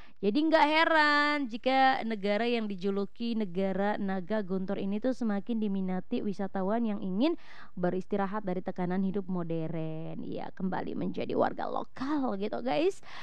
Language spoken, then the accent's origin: Indonesian; Atambua, East Nusa Tenggara, Indonesia; Saya orang Atambua guys ya, sama kayak kamu.